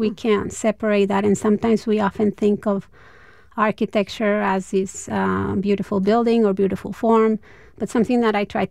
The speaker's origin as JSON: {"language": "English", "town": "Tijuana", "region": "Baja California", "country": "Mexico", "tie": "born or raised there", "second_language": "English", "moved": "as an adult", "lives_now": "San Diego, United States", "said": "I grew up in Tijuana up until high school, and I didn't speak English well until I started my college here."}